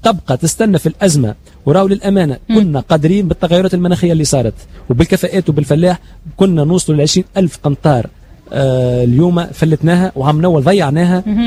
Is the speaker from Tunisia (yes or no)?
yes; Tunisia; أكبر أبرات موجودة في إفريقيا عندنا في تونس.